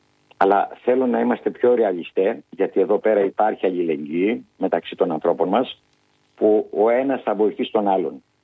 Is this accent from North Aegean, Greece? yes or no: yes; Lesbos, North Aegean, Greece; έχουμε βιώσει 2 μήνες τώρα πράγματα και θάματα εδώ στο νησί μου.